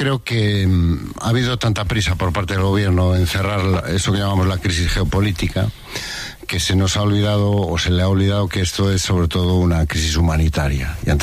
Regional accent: Spain; O sea, eso es España hoy. Eso somos los españoles.

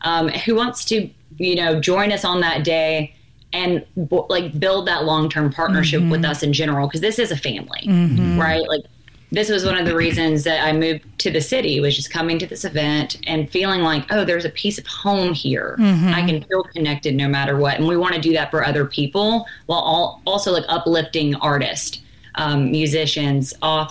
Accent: Jackson, United States; Like I'm from Jackson. We went to Casey together.

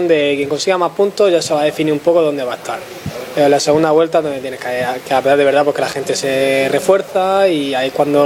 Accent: Murcia, Region of Murcia, Spain; Yo también soy bastante murciano

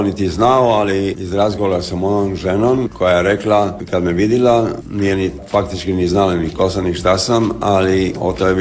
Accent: Dalmatia, Croatia; Ja sam kao Dalmatinac bio možda malo i drukčiji

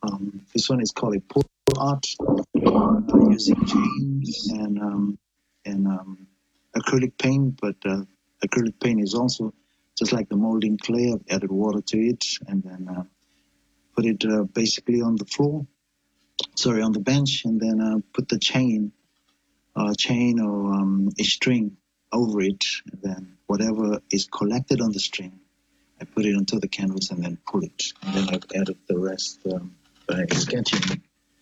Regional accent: Fiji; born or raised there; now in New Zealand

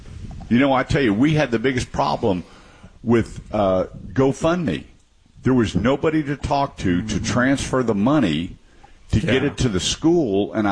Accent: Brooklyn, New York, United States; now in Texas, United States; We moved here from Brooklyn, New York. My dad loaded up 6 of the 7. He had number 7 when he got to Texas to start JCPenney's here in Texas.

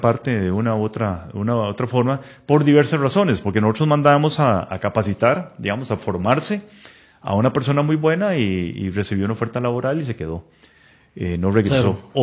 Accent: Sabanilla, San José, Costa Rica; Yo soy de Sabanilla y Montes de Oca.

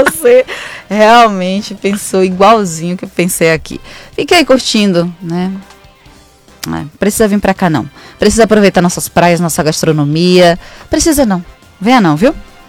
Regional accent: São Paulo, Brazil; Estou aqui há 30 anos, sou paulistano, adoro a cidade.

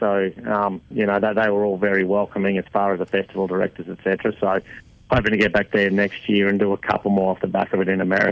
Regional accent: Sunshine Coast, Queensland, Australia; moved away as an adult; now in Brisbane, Australia; And I grew up on the Sunshine Coast where I am now.

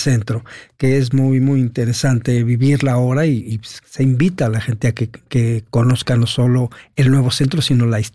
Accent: Mexico City, Mexico; cómo concibo la Ciudad de México, porque yo nací en el centro, fui bautizado ahí en Catedral, nací en Regina, viví en San Juan de Letrán, así toda mi vida la he vivido ahí

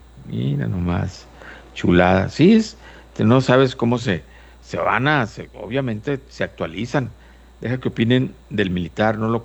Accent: Mexico

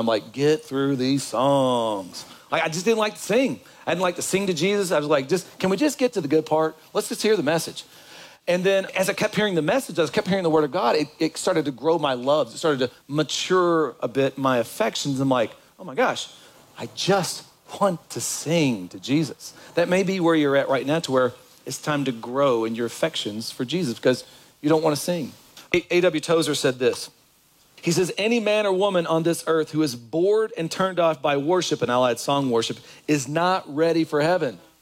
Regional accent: Kentucky, United States; Hey, I'm from Kentucky. When you're in Kentucky and when you hear my old Kentucky home, oh, it does something.

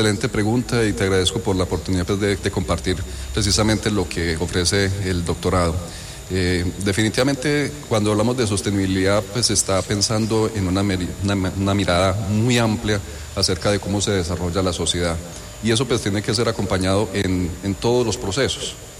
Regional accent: Pereira, Risaralda, Colombia; lo que somos como pereiranos

